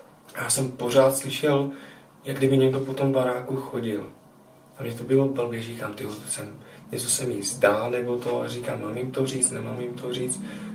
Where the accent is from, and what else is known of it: Slovakia; Czech is a second language